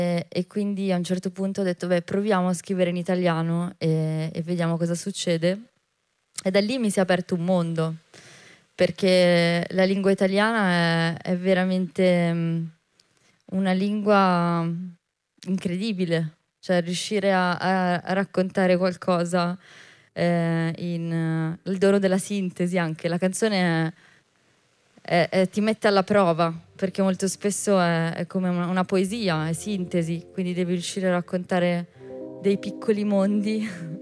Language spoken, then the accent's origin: Italian; Desenzano del Garda, Lombardy, Italy; born there; also born or lived in Colombia; vengo in realtà da un paesino del lago di Garda, che si chiama Desenzano, abbastanza lontano da qua. E quindi sono cresciuta inizialmente in Sud America, perché i miei genitori stavano là, in Colombia